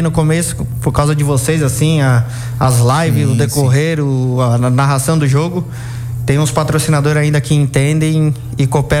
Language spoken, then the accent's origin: Portuguese; Araranguá, Santa Catarina, Brazil; eu sou de Araranguá daí.